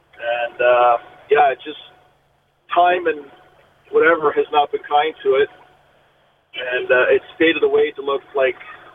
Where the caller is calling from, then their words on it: Canada; I'm Canadian. You know, I'm proud to be Canadian. It's inside of me how Canadian I am